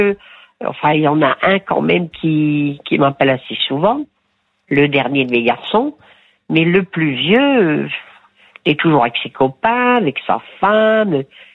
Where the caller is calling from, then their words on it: Béthune, Hauts-de-France, France; ils étaient au lycée derrière chez moi à Béthune